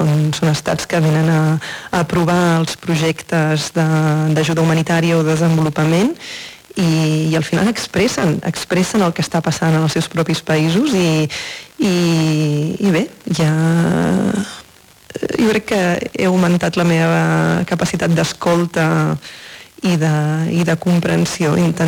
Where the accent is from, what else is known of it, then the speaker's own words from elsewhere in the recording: Girona, Catalonia, Spain; also born or lived in Barcelona; Vaig néixer a Barcelona i, sí. I vaig créixer a Girona.